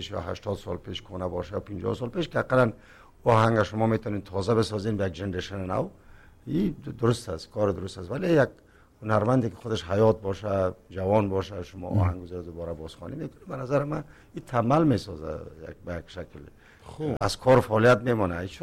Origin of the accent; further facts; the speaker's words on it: Tajikistan; moved away; من تاجیکم